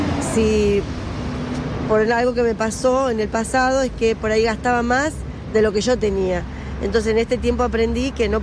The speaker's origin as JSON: {"language": "Spanish", "town": "Parque Patricios", "region": "Buenos Aires", "country": "Argentina", "said": "soy de Parque Patricios y vivo en una casa alquilada."}